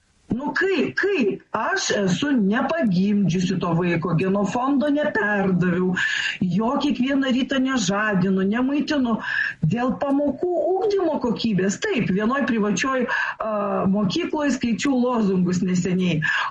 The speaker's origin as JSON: {"language": "Lithuanian", "town": "Švenčionys", "region": "Vilnius County", "country": "Lithuania", "tie": "born or raised there", "said": "mano gimtojo miesto Švenčionių gimnaziją ir kokią nors Kauno gimnaziją"}